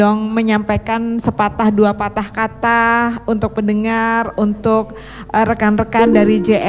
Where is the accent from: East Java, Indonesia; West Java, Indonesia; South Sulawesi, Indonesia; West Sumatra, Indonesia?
East Java, Indonesia; Ponorogo; itu kampung halaman saya